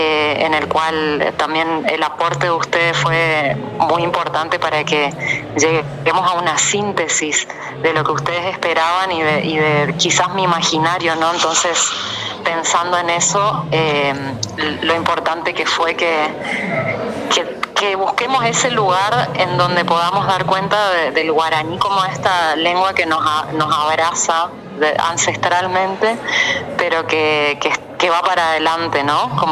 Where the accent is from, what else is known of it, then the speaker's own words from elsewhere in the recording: Corrientes, Argentina; Yo, nacida y criada en Corrientes Capital, soy diseñadora gráfica y soy artista.